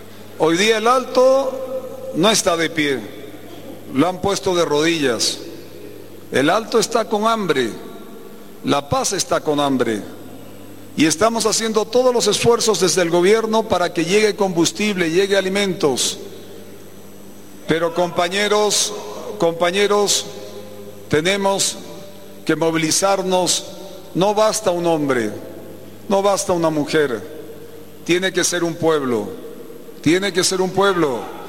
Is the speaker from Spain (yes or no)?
no; Tarija, Bolivia; como tarijeño, como boliviano, pero también como un amante de La Paz